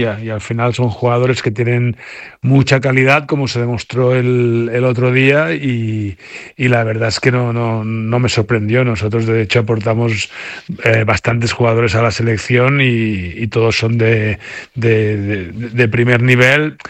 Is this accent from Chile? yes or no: no; Spain; porque siendo español, pero también teniendo muchos amigos y trabajando aquí, es complicado.